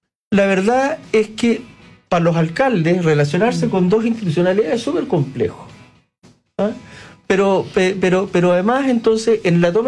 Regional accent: Coquimbo, Chile; Yo, ¿a qué me dicen región de Coquimbo, don Luis Sail? Volvemos a mi tierra.

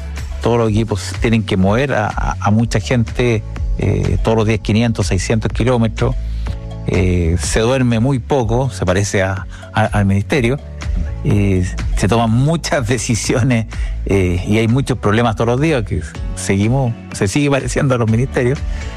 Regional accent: Coquimbo, Chile; moved away as an adult; yo soy nacido en Coquimbo, estudié en el colegio en Coquimbo, después estudié agronomía acá en la Católica, de una familia de empresarios

